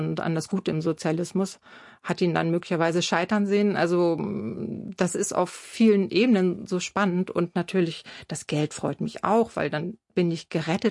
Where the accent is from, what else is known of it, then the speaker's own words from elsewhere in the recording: Pinneberg, Schleswig-Holstein, Germany; ich komme ja aus Pinneberg, Schleswig-Holstein. Das war jetzt nicht so die Kernzelle des Punk